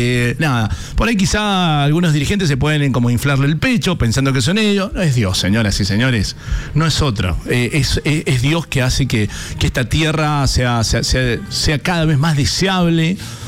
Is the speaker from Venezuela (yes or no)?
no; Mendoza, Argentina; Y es cierto, yo a mí, de verdad, no lo digo porque soy mendocino.